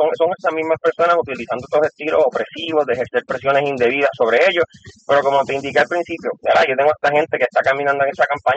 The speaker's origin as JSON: {"language": "Spanish", "town": "Cataño", "country": "Puerto Rico", "said": "con el voto de mi pueblo de Cataño"}